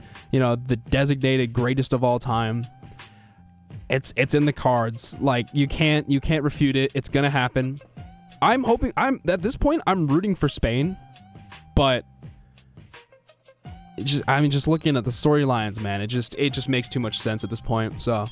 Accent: United States; As an American

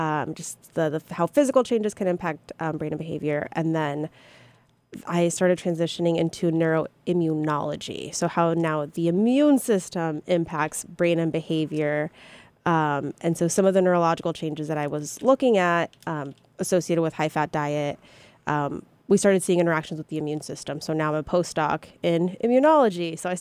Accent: Sacramento, California, United States; moved away as an adult; also born or lived in Indiana; So I moved to Indiana for a few years, and it's been really, really nice to be back in California. So I grew up in Sacramento. I grew up in the Delta area. So if anyone knows where the sugar mill is at, I grew up down the street. Moving back, it's nice to be back home

